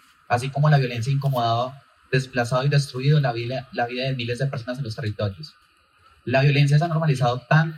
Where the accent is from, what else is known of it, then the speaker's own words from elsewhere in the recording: Colombia; como hijo de esta tierra, como estudiante de ciencia política, como sobreviviente de la guerra que ha atormentado a Colombia durante generaciones